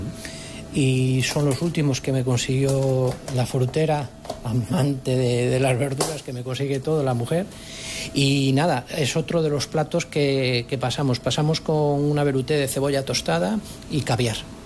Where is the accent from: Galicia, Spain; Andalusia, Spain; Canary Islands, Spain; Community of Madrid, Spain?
Galicia, Spain; Mondoñedo; also born or lived in Santiago de Compostela; Pues nosotros somos de Mondoñedo, a un pueblecito de aquí, pero...